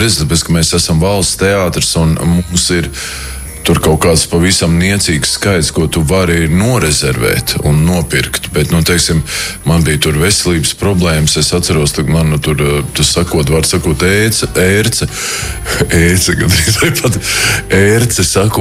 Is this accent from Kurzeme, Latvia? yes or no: no; Latgale, Latvia; es jau tā esmu pa pusē latgalietis, no tā puses esmu latgalietis, un tāpēc... Man ļoti patīk dzidra, skaidra un tiešām tāda latgaliešu valoda, kādu es esmu dzirdējis bērnībā un kādu es pats runāju.